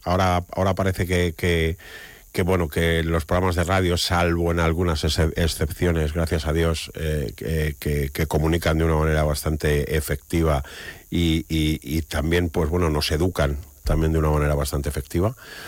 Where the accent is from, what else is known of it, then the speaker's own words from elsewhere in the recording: Toledo, Castilla-La Mancha, Spain; celebrar mis aniversarios en mi ciudad, soy muy toledano